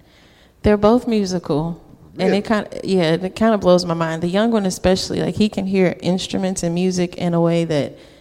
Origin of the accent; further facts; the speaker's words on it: Chicago, Illinois, United States; also born or lived in Kalamazoo, Michigan; I'm from Chicago, but I went to school in Michigan.